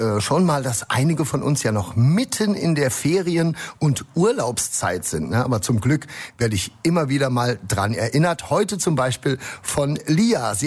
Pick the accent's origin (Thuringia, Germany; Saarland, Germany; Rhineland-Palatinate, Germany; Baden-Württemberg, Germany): Saarland, Germany; Also ich als Saarländer